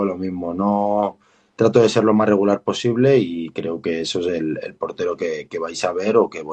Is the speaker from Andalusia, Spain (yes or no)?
no; Castellón de la Plana, Valencian Community, Spain; moved away; tengo 24 años y nada, al final, pues soy un chaval de Castellón